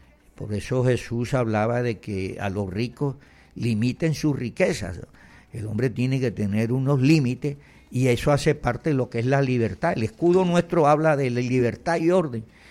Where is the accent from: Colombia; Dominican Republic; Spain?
Colombia